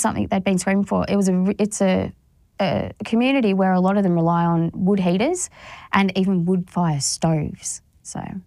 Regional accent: New South Wales, Australia; moved away; also born or lived in Northern Victoria; we're from New South Wales, so the other side of the river, but North Victoria along the river is where I feel at home the most.

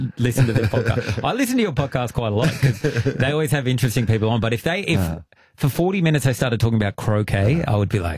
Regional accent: Nowra, New South Wales, Australia; I remember as a 14-year-old, I grew up in Nowra.

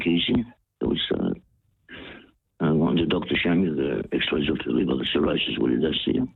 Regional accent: Melbourne, Victoria, Australia; I grew up in Fitzroy, mate. There were 36 pubs in Fitzroy when I grew up

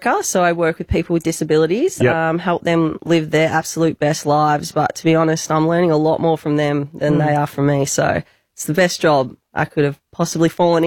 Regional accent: Mornington Peninsula, Victoria, Australia; So I'm from the Mornington Peninsula.

